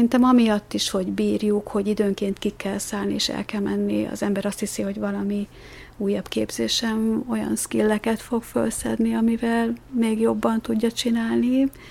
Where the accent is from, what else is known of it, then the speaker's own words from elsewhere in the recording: Tolna, Hungary; én katolikusként lettem megkeresztelve. Ez egy olyan Tolna megyei részről származom, ahol a svábok katolikusok voltak